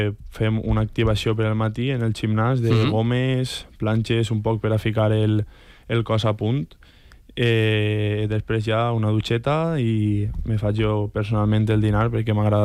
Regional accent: Montserrat, Valencian Community, Spain; jo sóc de Montserrat

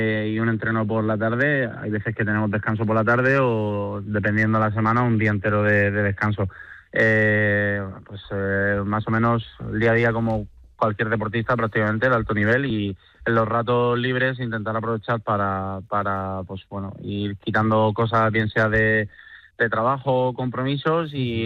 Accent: Torrevieja, Valencian Community, Spain; yo empecé a remar en mi ciudad natal, en Torrevieja.

